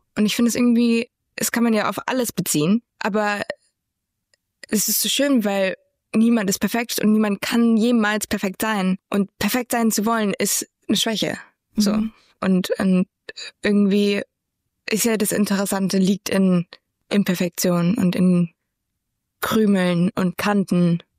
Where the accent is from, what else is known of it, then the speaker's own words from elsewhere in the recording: Germany; ich bin aus Deutschland